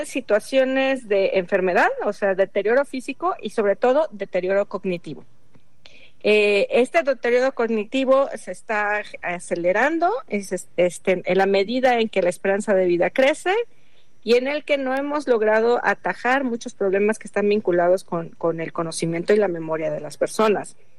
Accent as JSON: {"language": "Spanish", "country": "Mexico"}